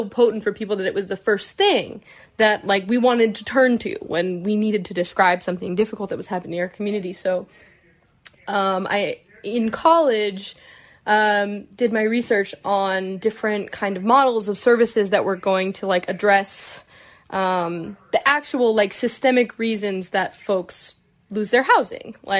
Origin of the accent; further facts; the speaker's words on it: Hemet, California, United States; I grew up in the Inland Empire. I'm from Hemet.